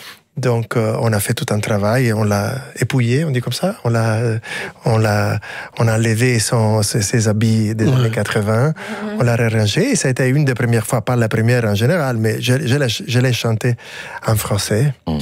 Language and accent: French; Rome, Lazio, Italy; Non, la vérité, non. Rome, c'est un cas particulier en Italie parce que ça a été toujours une ville internationale.